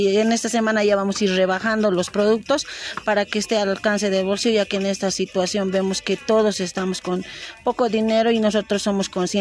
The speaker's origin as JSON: {"language": "Spanish", "region": "La Paz", "country": "Bolivia", "said": "yo vengo desde La Paz."}